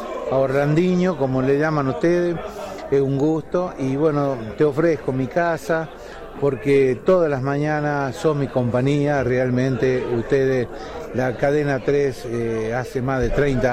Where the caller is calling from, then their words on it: La Rioja, Argentina; de La Rioja.